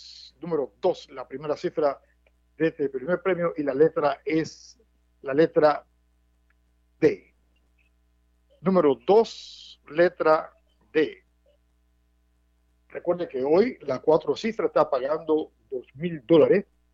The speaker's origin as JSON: {"language": "Spanish", "country": "Panama", "tie": "born there", "said": "somos panameños de nacimiento"}